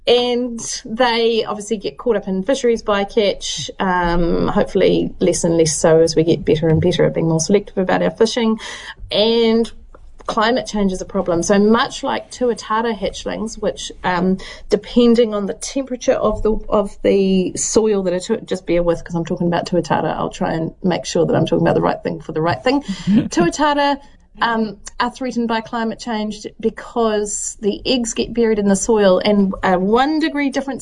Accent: Southland, New Zealand

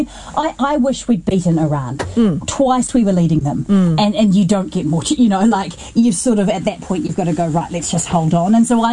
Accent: Wellington, New Zealand; yes, I'm from Wellington.

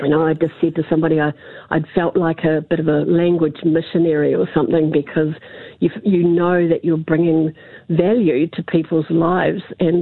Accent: New Zealand; hey, you know, I'm a Kiwi. I'm outgoing. I love music. I love people. You know, and my English isn't too bad.

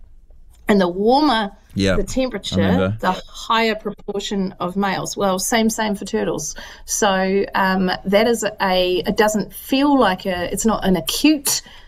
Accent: Southland, New Zealand; because I'm from Southland and therefore not a vegetarian.

